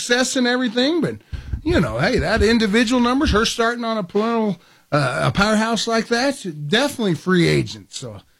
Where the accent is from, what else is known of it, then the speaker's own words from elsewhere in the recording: Humble, Texas, United States; Well, Patty, again, if Texas Tech's paying more, and I'm from Humble, Texas, I'm going there.